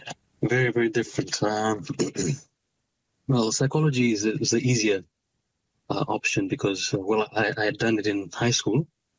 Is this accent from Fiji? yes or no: yes; Fiji; moved away as an adult; But yes, so I spent most of my time growing up in Fiji, and only left in 2018 for my undergraduate studies.